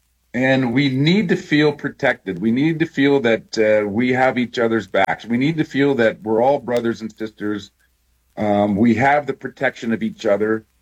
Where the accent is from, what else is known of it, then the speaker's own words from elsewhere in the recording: Canada; now in New York, United States; For me, being a Canadian, adopted son of New York